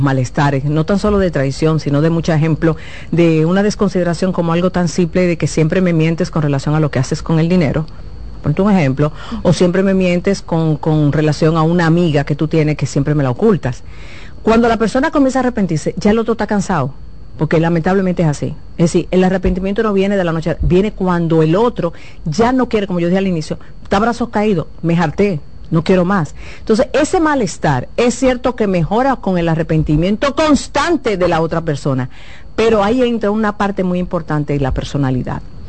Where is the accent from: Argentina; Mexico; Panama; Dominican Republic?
Dominican Republic; soy muy dominicano